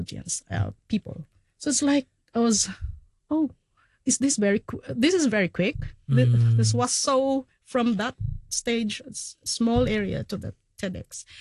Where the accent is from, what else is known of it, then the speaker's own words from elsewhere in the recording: Philippines; English is a second language; now in Hong Kong; I'm domestic migrant worker in Hong Kong, I'm from the Philippines, and thank you for having me."